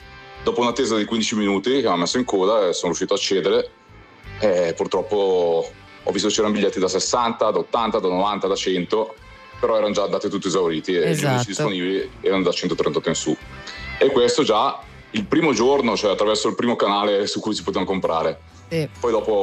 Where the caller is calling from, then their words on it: Domodossola, Piedmont, Italy; Sono da Domodossola.